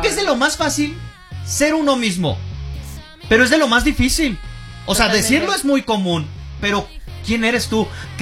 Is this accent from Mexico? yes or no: yes; northern Mexico, Mexico; now in Mexico City, Mexico; yo no soy tampoco de acá, o sea, yo no nací en Ciudad de México.